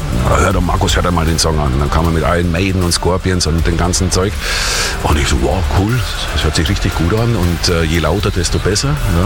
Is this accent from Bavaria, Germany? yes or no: yes; Bavaria, Germany; ich bin in Bayern aufgewachsen, ich bin in einem Haushalt aufgewachsen, wo 24/7 nur Humtada und Schlager gehört worden sind von meinen Eltern